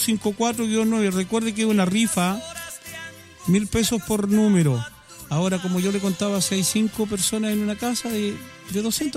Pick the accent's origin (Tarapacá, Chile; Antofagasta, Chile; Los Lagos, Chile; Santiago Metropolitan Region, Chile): Santiago Metropolitan Region, Chile; Melipilla; Yo soy oriundo de Pabellón